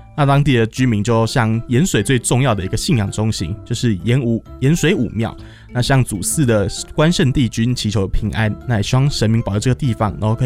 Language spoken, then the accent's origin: Chinese; Taiwan; 我就是一个台湾人